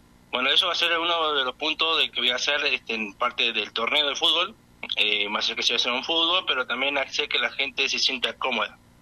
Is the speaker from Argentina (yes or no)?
yes; Santiago del Estero, Argentina; accent: northern; moved away as an adult; now in Yala Laubat, Argentina; yo estoy acá en la zona de la meseta, bueno, soy de Santiago del Estero, ya me saco la tonada. Estoy acá en Yala Laubat hace 2 años.